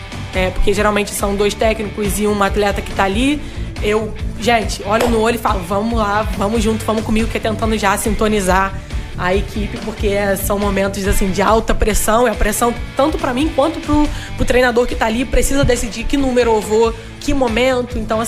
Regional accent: Rio de Janeiro, Brazil; Eu sou cria de Cascadura, uma rua sem saída.

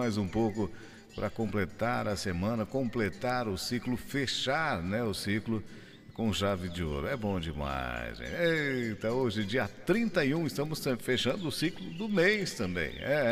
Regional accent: Brazil; nós somos brasileiros

